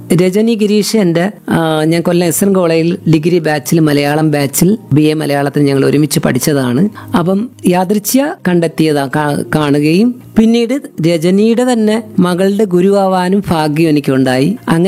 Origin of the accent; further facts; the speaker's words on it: Kalluvathukkal, Kerala, India; കല്ലുവാതുക്കൽ എന്റെ സ്വദേശത്ത് തന്നെ വീട്, അവിടെ തന്നെയാണ് ഡാൻസ് ക്ലാസ്.